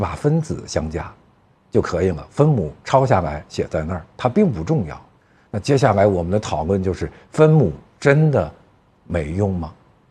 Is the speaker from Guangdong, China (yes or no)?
no; Hengshui, Hebei, China; 我生于冀州，长于冀州